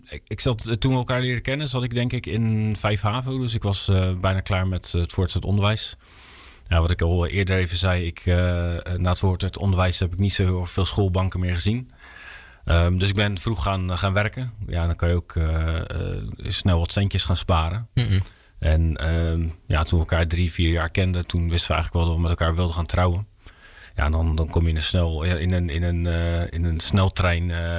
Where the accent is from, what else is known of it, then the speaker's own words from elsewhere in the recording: Barendrecht, South Holland, Netherlands; also born or lived in Rotterdam / Ridderkerk; Ik ben een geboren Rotterdammer, maar ik ben opgegroeid en getogen in Barendrecht. Ik ben een Barendrechter.